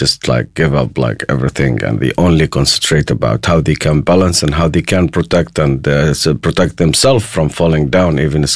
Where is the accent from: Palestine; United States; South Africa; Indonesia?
Palestine; I come from Palestine